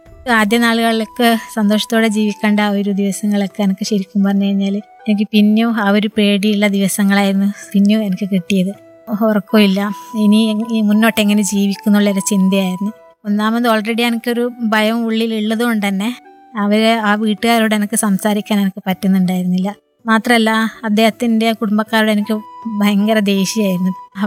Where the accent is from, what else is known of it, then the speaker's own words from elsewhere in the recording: Karnataka, India; now in Kerala, India; ഞാൻ ജനിച്ചു വളർന്നത് കർണാടകയിലാണ്.